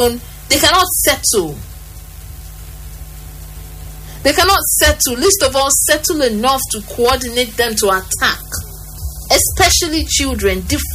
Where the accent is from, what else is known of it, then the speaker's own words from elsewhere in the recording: Nigeria; as a Nigerian